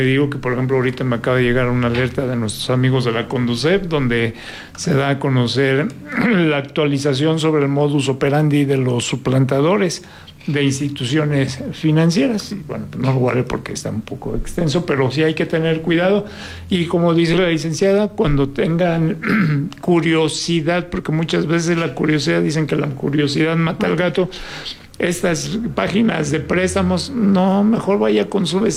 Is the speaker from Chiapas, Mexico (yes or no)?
no; Mexico City, Mexico; moved away; yo vengo de la Ciudad de México y tengo ya varios años aquí